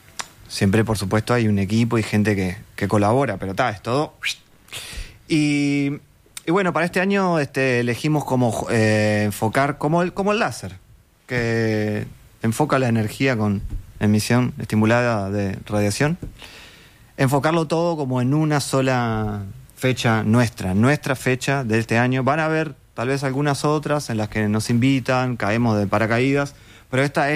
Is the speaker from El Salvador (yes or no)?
no; Montevideo, Uruguay; born there; moved away